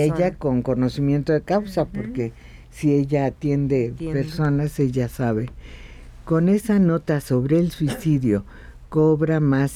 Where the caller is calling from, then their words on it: Naucalpan, State of Mexico, Mexico; de Naucalpan, en el Estado de México.